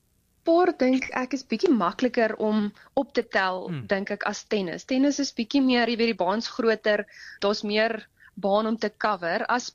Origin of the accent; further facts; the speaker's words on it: Bloemfontein, Free State, South Africa; also born or lived in United States; ek is van Bloemfontein af